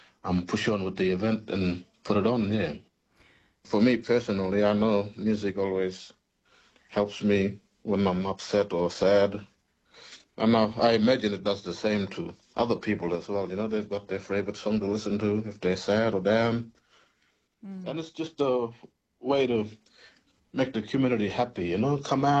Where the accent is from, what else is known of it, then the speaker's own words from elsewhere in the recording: Tennant Creek, Northern Territory, Australia; I'm a local. I grew up in Tennant